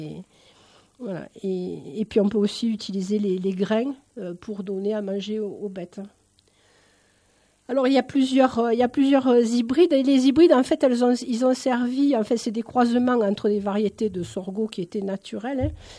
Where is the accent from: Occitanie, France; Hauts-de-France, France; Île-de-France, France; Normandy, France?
Occitanie, France; moved away; moi, je suis originaire de la région de Nîmes